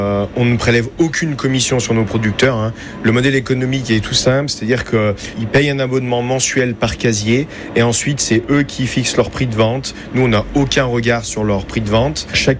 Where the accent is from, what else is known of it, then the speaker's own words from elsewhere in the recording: Saint-Savin, France; je suis né à Saint-Savin, originaire de Saint-Savin.